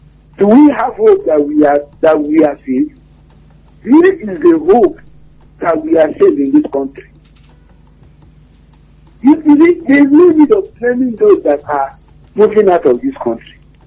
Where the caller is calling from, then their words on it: Oluwole, Lagos, Nigeria; calling from Oluwole.